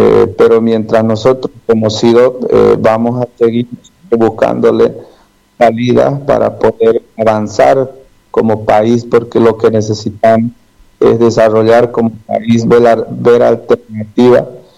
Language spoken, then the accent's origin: Spanish; Bolivia; tenemos que pensar como verdaderos bolivianos